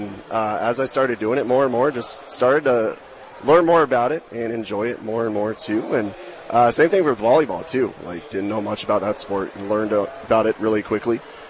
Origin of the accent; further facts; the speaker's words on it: Grand Forks, North Dakota, United States; moved away; I'm from Grand Forks, North Dakota. I moved back to Grand Forks about 7 years ago now